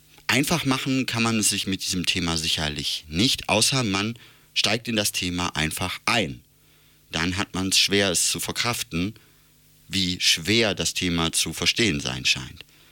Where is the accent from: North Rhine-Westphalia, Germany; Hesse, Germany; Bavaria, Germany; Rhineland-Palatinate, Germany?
North Rhine-Westphalia, Germany; now in Hamburg, Germany; Ich komme aus dem Ruhrgebiet.